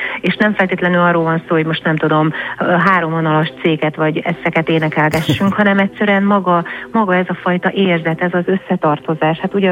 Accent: Székely Land, Romania; born or raised there

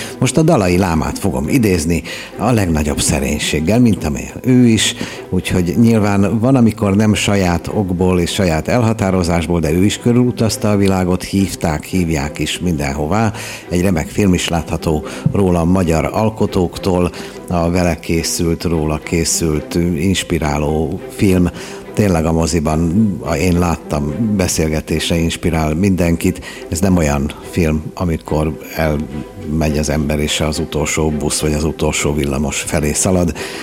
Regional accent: Hungary

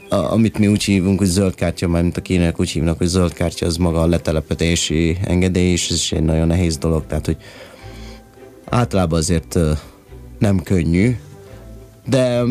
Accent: Hungary; also born or lived in Vienna, Austria; Hát ma itt nőttem föl igazából, úgyhogy 4 éves korom óta itt vagyok.

